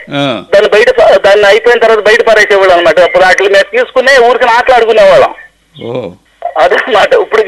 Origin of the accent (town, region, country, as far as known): Andhra Pradesh, India; born or raised there; now in Machilipatnam, India